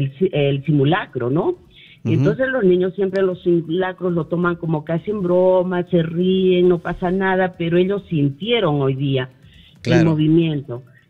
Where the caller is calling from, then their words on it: Andahuaylas, Apurímac, Peru; llamo de Andahuaylas.